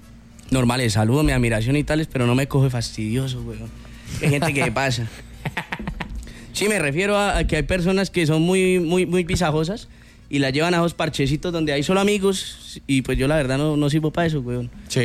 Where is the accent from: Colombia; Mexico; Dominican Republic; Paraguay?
Colombia; Santander; yo soy de Santander.